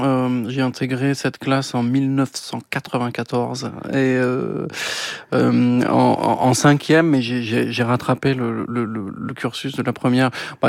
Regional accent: Occitanie, France; moved away; also born or lived in Marciac; Ce sont mes terres natales, en effet. Souillac

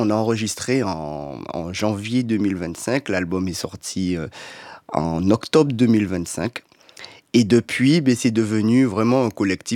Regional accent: Guadeloupe; Moi, je suis de la Guadeloupe.

